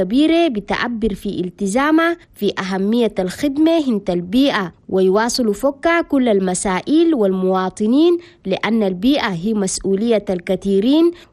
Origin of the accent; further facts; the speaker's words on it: Chad; كشفين رأس توماي في شمال بلدنا تشاد